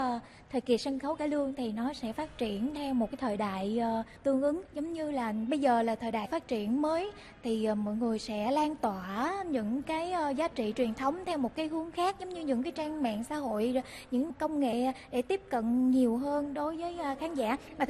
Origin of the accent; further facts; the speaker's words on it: Mekong Delta, Vietnam; Em là người miền Tây